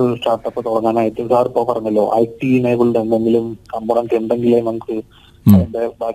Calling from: Thrissur, Kerala, India; ഞാൻ തൃശ്ശൂർ നിന്നാണ്.

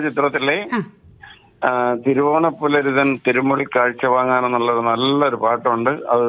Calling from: Pallippuram, Kerala, India; ഞാൻ വിളിക്കുന്നത് പള്ളിപ്പുറം CRP ക്യാമ്പിനടുത്തുനിന്നാണ്.

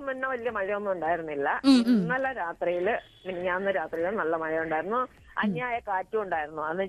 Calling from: Kerala, India; ബംഗോല, പെരുമ്പാറിനടുത്ത്.

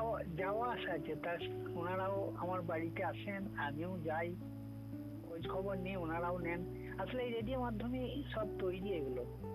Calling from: Purba Bardhaman, West Bengal, India; আমি পশ্চিমবঙ্গ রাজ্যের পূর্ব বর্ধমান থেকে

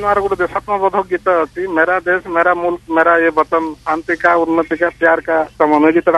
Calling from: Jeypore, Odisha, India; ଜୟପୁରରୁ କହୁଥିଲି।

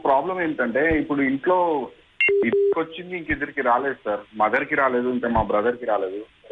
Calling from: Hyderabad, Telangana, India; నేను హైదరాబాద్ నుంచి మాట్లాడుతున్నాను.

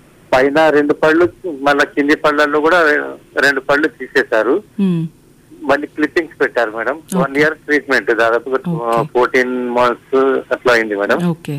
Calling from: Nizamabad, Telangana, India; నేను నిజామాబాద్ నుండి … మాట్లాడుతున్నాను.

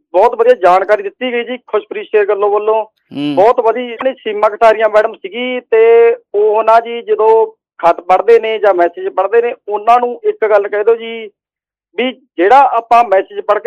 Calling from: Punjab, India; ਪਿੰਡ ਢਿੱਲਮਾ ਤੋਂ

